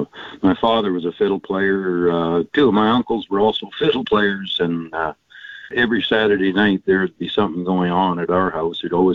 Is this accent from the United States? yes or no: no; Warren, Manitoba, Canada; moved away as an adult; now in Killarney, Canada; No, actually, I grew up and spent, well, a better part of my life just north of Winnipeg, a little town called Warren. And it's probably known more as a hockey town than anything, but it was a nice place to grow up for sure. I ended up moving to Killarney probably about 8 years ago.